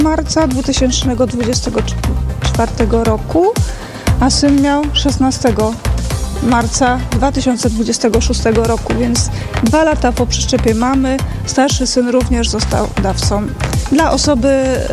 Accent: Jastrzębie-Zdrój, Silesian Voivodeship, Poland; Jesteśmy z Jastrzębia Zdroju.

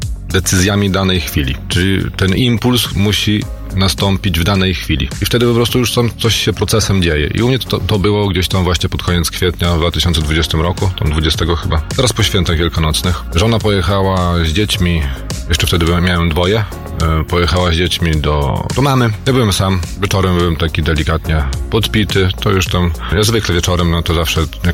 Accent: Białystok, Podlaskie Voivodeship, Poland; ja z Białegostoku jeszcze jestem.

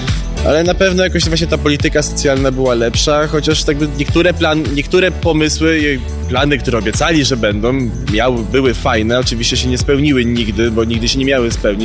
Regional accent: Ukraine; Polish is a second language; now in Poland; Tylko jestem z Ukrainy, no. I nie mogę jeszcze poprawnie mówić po polsku.

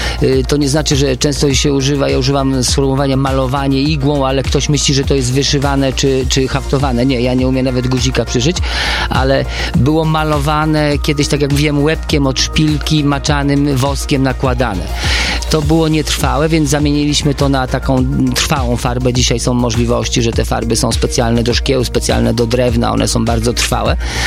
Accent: Lower Silesian Voivodeship, Poland; born there

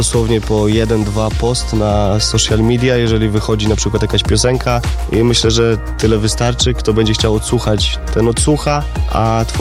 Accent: Włodawa, Lublin Voivodeship, Poland; bo ja z Włodawy pochodzę

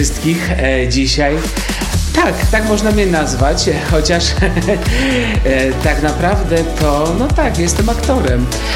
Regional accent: Rzeszów, Subcarpathian Voivodeship, Poland; Pamiętam w moim liceum w Rzeszowie, bo pochodzę z Rzeszowa

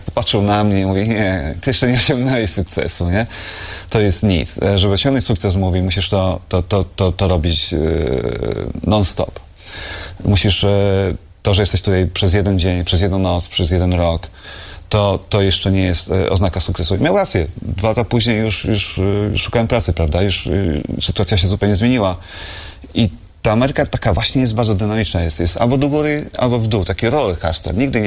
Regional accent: Rzeszów, Subcarpathian Voivodeship, Poland; now in United States; ja jestem z Rzeszowa, jesteśmy z Podkarpacia

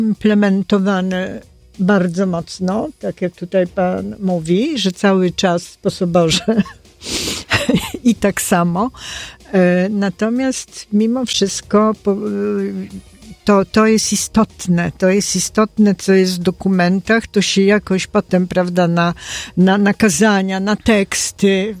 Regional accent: Bulgaria; moved away; Ja pochodzę z Bułgarii

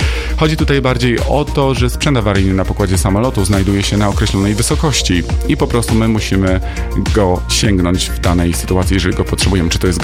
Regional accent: Nowy Sącz, Lesser Poland, Poland; now in Lublin, Poland; urodziłem się w Nowym Sączu i to jest moje rodzinne miasto, do którego zawsze z sentymentem wracam.

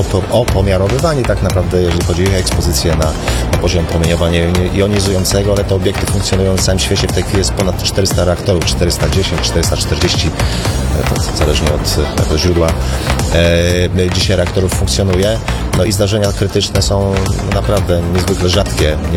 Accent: Pomeranian Voivodeship, Poland; Nie urodziłem się w Gdańsku, ale jestem z Pomorza i doceniam walory tej części polskiej.

